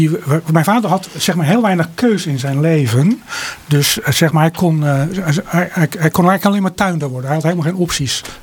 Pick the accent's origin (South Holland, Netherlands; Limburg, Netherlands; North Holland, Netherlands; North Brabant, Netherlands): South Holland, Netherlands; Westland; born there; moved away as an adult; now in Gouda, Netherlands; Geboren in het ziekenhuis, want ik kom natuurlijk uit het Westland.